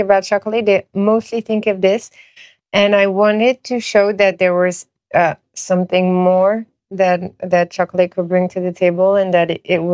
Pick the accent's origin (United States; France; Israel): France; Paris, Île-de-France; and I was born and raised in Paris, so I think for a lot of other Parisians too